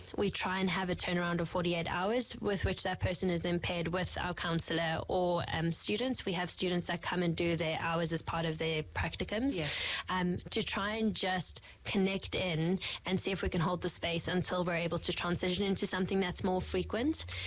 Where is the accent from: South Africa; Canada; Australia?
South Africa; moved away; for those who haven't picked up on the accent just yet, I'm originally from South Africa, and it's been a noticeable transition